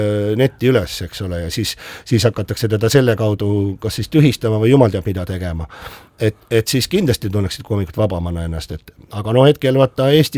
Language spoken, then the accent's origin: Estonian; Tallinn, Harju County, Estonia; born there; seal Hiiu pubi vastas on Lillepoekane, roheline maja, see on minu sünnikodu seal.